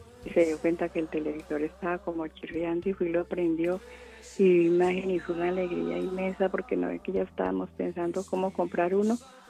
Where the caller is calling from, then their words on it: Silvania, Cundinamarca, Colombia; Yo vivo en Silvania, Cundinamarca, en una vereda que llama Pomarros.